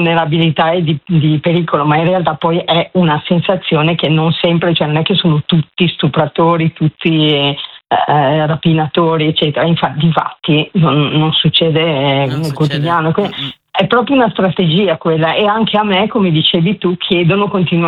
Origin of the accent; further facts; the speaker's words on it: Milan, Lombardy, Italy; Ciao Barbara. Sono nata e cresciuta a Milano